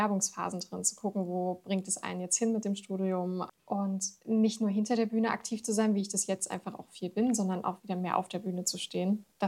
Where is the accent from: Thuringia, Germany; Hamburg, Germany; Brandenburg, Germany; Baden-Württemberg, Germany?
Thuringia, Germany; Erfurt